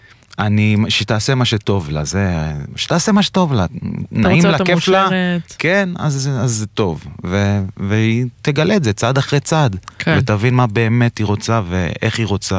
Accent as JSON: {"language": "Hebrew", "town": "Beit Shemesh", "region": "Jerusalem District", "country": "Israel", "tie": "born or raised there", "said": "נכון, ככה גדלתי, אני, המשפחה די משוכנזת, אבל גדלתי בבית שמש, זאת עיר מאוד מרוקאית, ומאוד ספחתי לתוכי את התרבות... המרוקאית."}